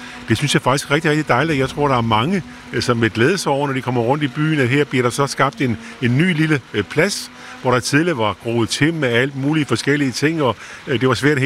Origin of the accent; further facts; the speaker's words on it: Odense, Region of Southern Denmark, Denmark; vi som odenseaner